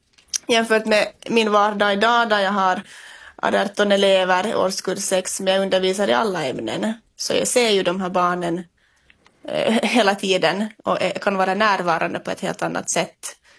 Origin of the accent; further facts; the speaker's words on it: Finland; dels för att jag var en lärare från Finland, så jag, på något vis var jag stor i deras ögon